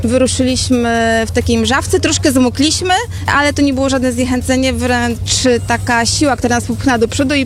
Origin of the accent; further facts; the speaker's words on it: Wałcz, West Pomeranian Voivodeship, Poland; Pochodzimy z parafii Miłosierdzia Bożego z Wałcza.